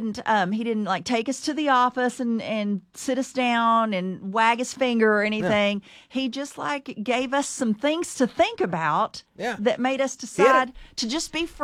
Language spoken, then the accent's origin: English; Texas, United States; I'm from Texas